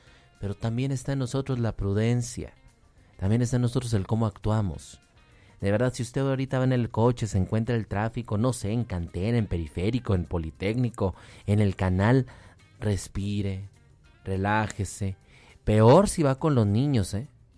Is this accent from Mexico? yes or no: yes; Mexico